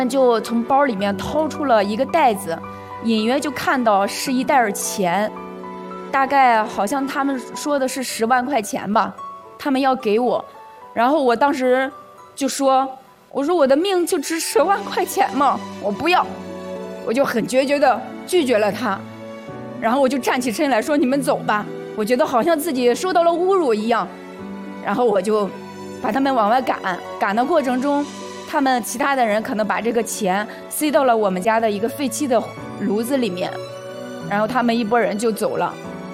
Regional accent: Henan, China; 我出生在是1987年，那个时候，特别是在我们河南农村的家庭里面，可能就是这种传宗接代的观念比较传统，比较重一些

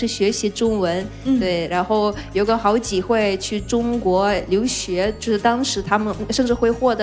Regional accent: Russia; Chinese is a second language; moved away as an adult; now in Beijing, China; 然后目前是在清华大学社科学院主修国际关系。

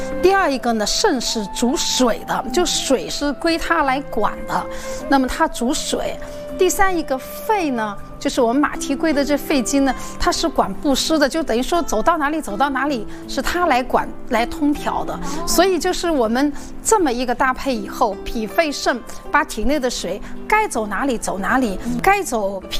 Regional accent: Zhejiang, China; 就是江南水乡的嘛，就是我是浙江的，所以小时候在田边嘛，

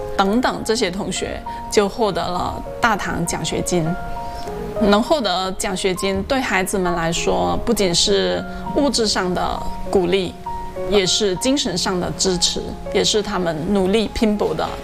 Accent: Guangxi, China; now in Dahua, China; 我是在外地上大学之后回到广西我们这种乡镇中学任教，来到大化

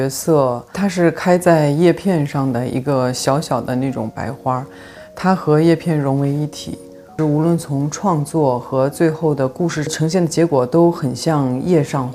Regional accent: Jiangsu, China; 我其实是从小土生土长的江苏人，所以对那段历史是从小就非常熟知的

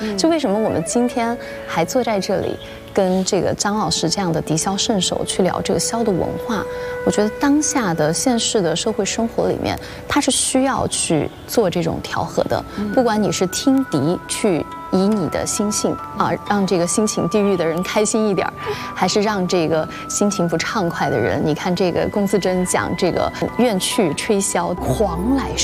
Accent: China; 我们中国人

